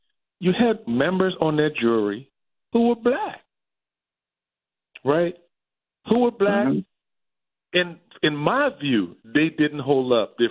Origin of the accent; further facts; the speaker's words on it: Washington, District of Columbia, United States; I grew up in Southwest D.C., and I own 2 apartments in every ward in D.C.